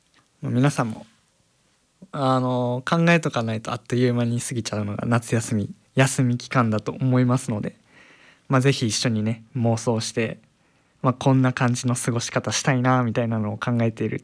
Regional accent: Gifu, Japan; 僕の地元岐阜とかはそれこそ酷暑日ですよね、40度超えるとか超えない日もまあなくはないけどみたいな、すごい上がる時はとんでもなく上がるっていうのが岐阜なんですけれども

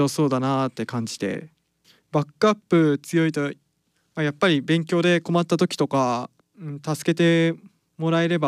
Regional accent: Toyama, Japan; はい、僕富山から来ました。

